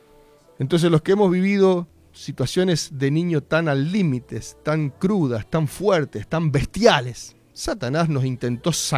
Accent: Argentina

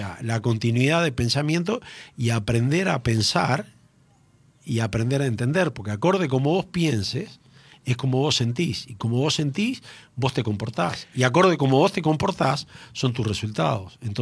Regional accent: Montevideo, Uruguay; moved away as an adult; also born or lived in Fray Bentos, Uruguay / Italy / United States; No, nací en Fray Bento, pero me crié mucho en Montevideo, tengo cosas. Combiné también tiempo en Italia.

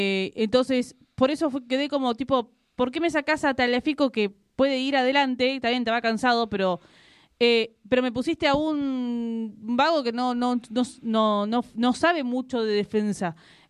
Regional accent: Argentina; Como argentina, lo digo.

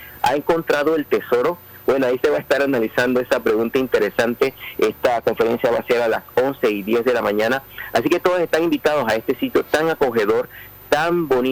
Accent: Panama; lo que somos como panameños.

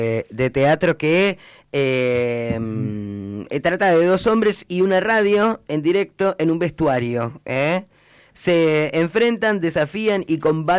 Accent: Argentina; Somos así los argentinos, somos así.

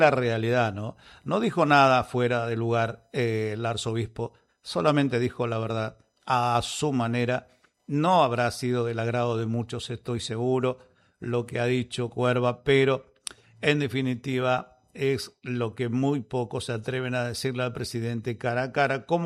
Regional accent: Argentina; lo que está pasando en nuestro país

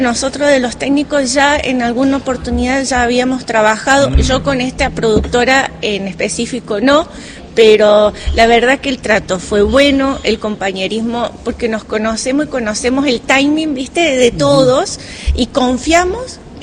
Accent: Villa Mercedes, San Luis, Argentina; yo soy de Villa Mercedes, que por ahí el alcance es más limitado

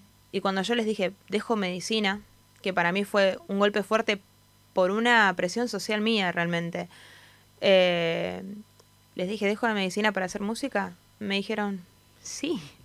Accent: Comodoro Rivadavia, Chubut, Argentina; born there; moved away as an adult; now in Buenos Aires, Argentina

